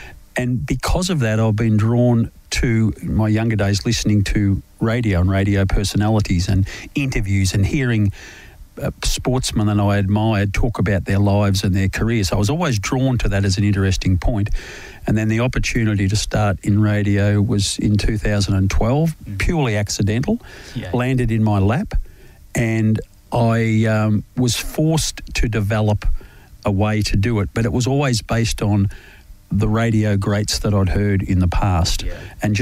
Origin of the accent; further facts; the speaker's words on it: Australia; I think the other part where I felt most proud of being an Australian